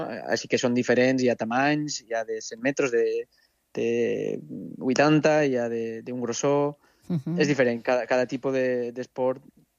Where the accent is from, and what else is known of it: Jaca, Aragon, Spain